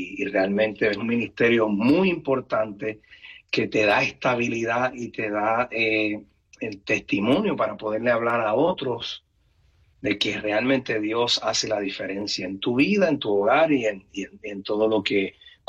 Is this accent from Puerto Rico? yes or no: yes; Puerto Rico; simple hijo de Dios, criado en el Evangelio, padres pastores, ¿verdad? Somos de acá, de Puerto Rico, de profesión ingeniero